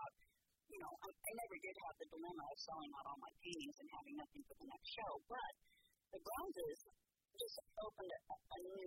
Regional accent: Alamosa, Colorado, United States; now in Hawaii, United States; I was born and raised in Alamosa, Colorado. South Central in the Rocky Mountains. So we always had access to wildlife

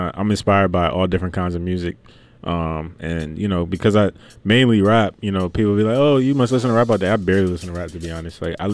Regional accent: New Jersey, United States; also born or lived in Virginia; now in Richmond, United States; So originally I'm from New Jersey. Shout out Big Jersey, you know what I'm saying? I grew up there and I moved out to Richmond, Virginia, and I've been here ever since.

